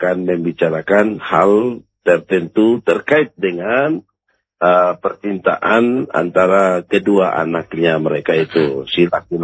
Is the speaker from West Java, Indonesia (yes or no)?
no; East Nusa Tenggara, Indonesia; Saya sementara di kampung saya di Desa Tunbaun.